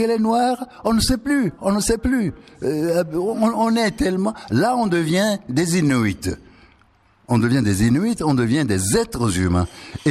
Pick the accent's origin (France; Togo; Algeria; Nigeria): Togo; moved away; j'ai quitté le Togo comme pays colonisé. Et quand je suis revenu 12 ans plus tard dans ce pays indépendant, je ne comprenais pas. On m'a dit que mon pays était indépendant